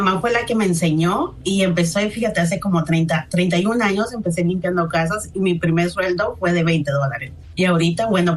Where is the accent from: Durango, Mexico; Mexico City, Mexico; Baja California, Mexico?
Baja California, Mexico; Tijuana; moved away as an adult; now in United States; Llegué hace 21 años aquí. Conocí al papá de mis hijos y aquí fue donde me casé.